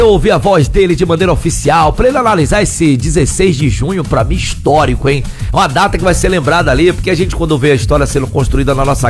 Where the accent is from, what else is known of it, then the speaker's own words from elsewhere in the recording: Brazil; E sou brasileiro pra caramba, né?